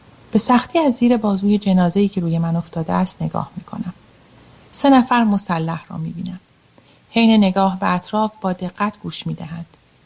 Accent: Iran

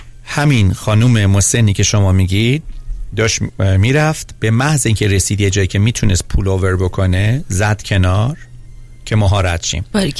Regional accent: Iran; من از وقتی که تو ایران بزرگ شدم

